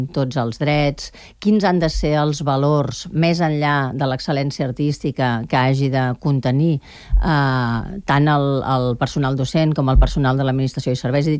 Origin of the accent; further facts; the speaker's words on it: Barcelona, Catalonia, Spain; jo sóc de Nou Barris